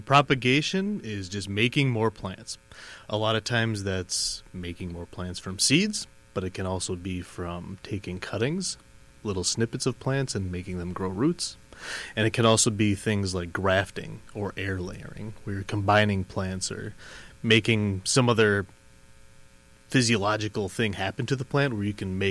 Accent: De Pere, Wisconsin, United States; also born or lived in Stevens Point, Wisconsin; now in Menomonee Falls, United States; I was raised in De Pere, Wisconsin, went to school in Stevens Point for forestry.

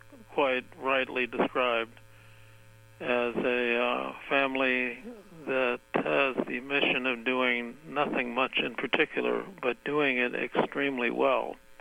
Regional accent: United States; also born or lived in England; None of that seemed to affect the relationship with me, the visiting American.

